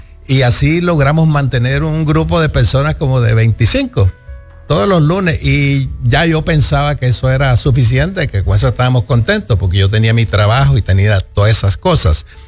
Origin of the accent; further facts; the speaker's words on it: Colombia; moved away; Cuando nosotros nos vinimos de Colombia, no teníamos en el panorama esto de cristianismo ni nada de esas cosas.